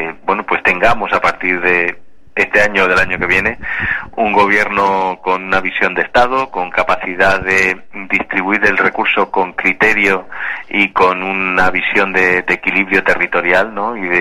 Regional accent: Region of Murcia, Spain; la esencia de lo que somos los murcianos y la región de Murcia.

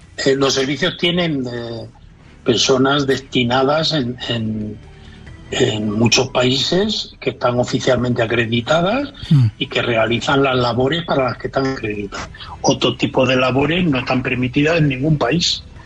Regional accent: Galicia, Spain

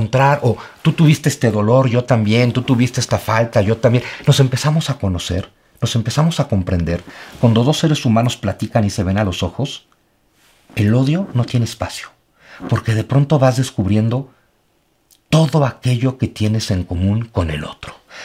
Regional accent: Mexico; Y sin embargo, ambos comparten una idea, somos mexicanos.

